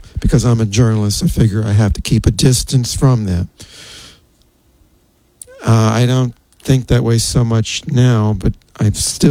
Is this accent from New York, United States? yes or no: no; Richmond, Virginia, United States; Richmond, Virginia.